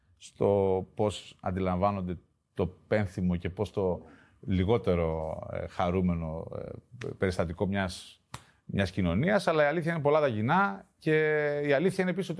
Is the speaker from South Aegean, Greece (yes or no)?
no; Athens, Attica, Greece; born there; Γεννήθηκα στην Αθήνα.